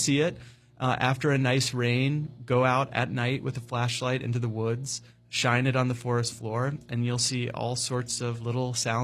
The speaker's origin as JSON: {"language": "English", "region": "North Carolina", "country": "United States", "tie": "born or raised there", "said": "I'd spent my life growing up in the North Carolina mountains and hadn't really seen that many."}